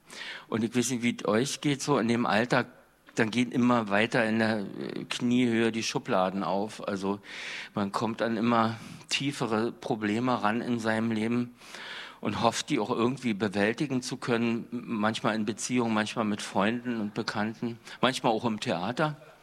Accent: Cottbus, Brandenburg, Germany; also born or lived in Greifswald; Mein Vater war jüngster Chefdramaturg der DDR. mit 24, 25 war er in Greifswald und dann sind wir von Greifswald nach Cottbus gezogen.

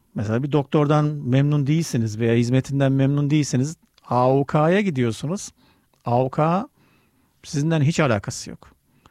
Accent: Germany; Bilemiyorum yani ben burada büyüdüm, burada yetiştim.

